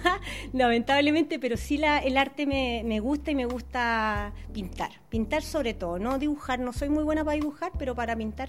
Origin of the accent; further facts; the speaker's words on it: Quilpué, Valparaíso, Chile; born there; also born or lived in Santiago; Y cuando me vine de Santiago, yo dije... voy a volver a Santiago porque amo Santiago. Y nunca volví. Y claro, me enamoré de Quilpué, me enamoré de la región, nunca más quise volver a Santiago.